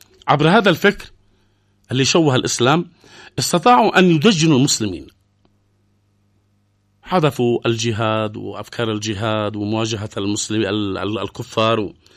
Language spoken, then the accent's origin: Arabic; Yemen; عندنا في اليمن